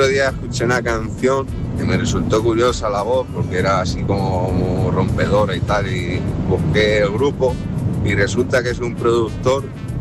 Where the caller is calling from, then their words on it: La Puebla de Montalbán, Castilla-La Mancha, Spain; de Puebla Nueva, donde bautizaron al padre Juan de Mariana